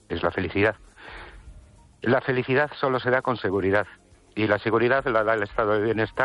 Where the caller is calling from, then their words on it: Ourense, Galicia, Spain; Buenas noches, Esther. Muy buenas. … de Orense.